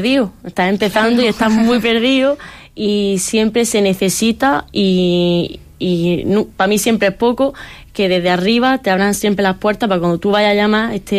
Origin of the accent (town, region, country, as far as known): Baza, Andalusia, Spain; born or raised there